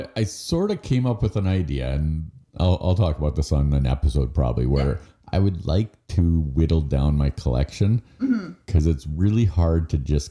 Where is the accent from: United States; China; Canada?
Canada; being Canadian, it doesn't really mean anything to me.